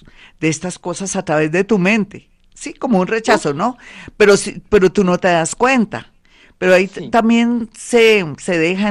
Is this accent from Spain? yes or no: no; Colombia; aquí uno como colombiano nace con una energía tan poderosa y tan linda